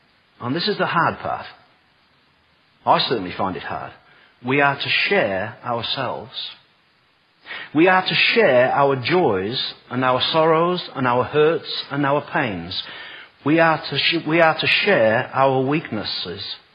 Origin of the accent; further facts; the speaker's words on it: United Kingdom; I'm typical British.